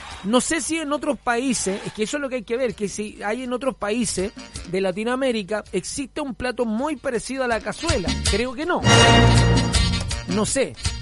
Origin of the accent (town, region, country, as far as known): Chile